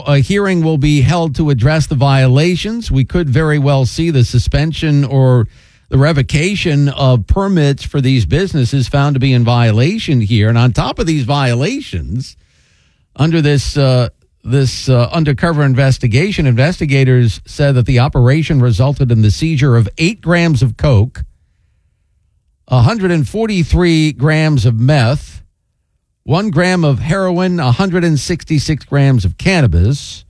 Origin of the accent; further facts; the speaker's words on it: Lake Mary, Florida, United States; So I think for my entertainment options, I'll just stay in my hometown of Lake Mary.